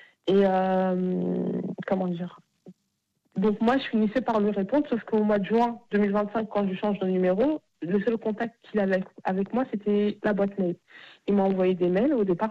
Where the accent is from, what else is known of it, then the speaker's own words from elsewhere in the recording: Bagneux, Île-de-France, France; Parce que moi, je viens de Bagneux.